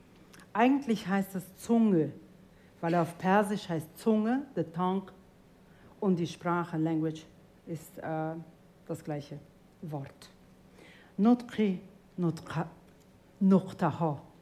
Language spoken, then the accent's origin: German; Tajikistan; first language Tajik and Russian; German is a second language; now in Germany; ich bin in Tadschikistan geboren und aufgewachsen. Und wie ich schon gesagt habe, ich habe einen Mix gesprochen, Tadschikisch und Russisch. Dann bin ich nach Deutschland und habe dann Deutsch gelernt und alles andere verdrängt.